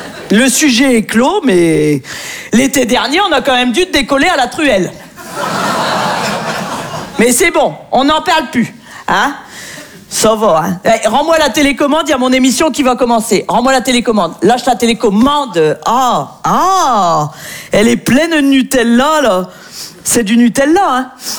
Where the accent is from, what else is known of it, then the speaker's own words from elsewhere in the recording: northern France, France; Donc voilà … Moi, je viens du nord de la France. Et c'est vrai qu'on est très gentils dans le nord.